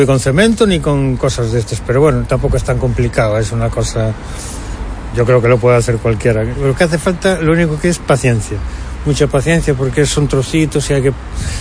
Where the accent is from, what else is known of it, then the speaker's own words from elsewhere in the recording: Santiago de Compostela, Galicia, Spain; el barrio de Santa Marta. Sí, llevo sobre 30 años más o menos. Y nací en la Puente Pedriña, pero bueno, que soy de Santiago de toda la vida.